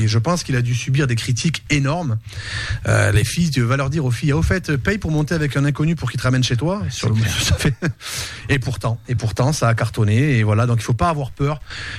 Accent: Mirepoix, Occitanie, France; moved away as an adult; also born or lived in Toulouse / Chicago / Miami; Non mais je suis parti de Mirepoix en Ariège. J'ai fait Mirepoix, Toulouse, Chicago, Miami. Bon. Et je parlais pas l'anglais.

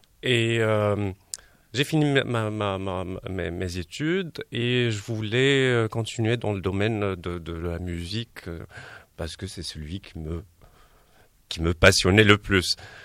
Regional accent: Morocco; born there; first language Arabic; French is a second language; moved away; né marocain.

